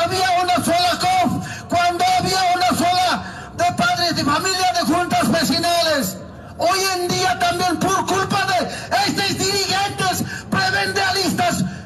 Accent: Bolivia; nosotros no somos croatenses, nosotros somos bolivianos, carajo.

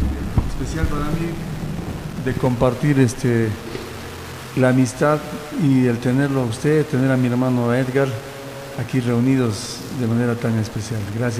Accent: Urcos, Cusco, Peru; first language Quechua; Spanish is a second language; yo crecí en el campo desde los 2 años, en la comunidad campesina de Huancara, Urcos.

